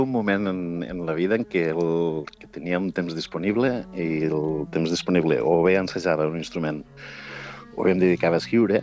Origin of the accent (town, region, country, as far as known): La Sénia, Catalonia, Spain; born there; moved away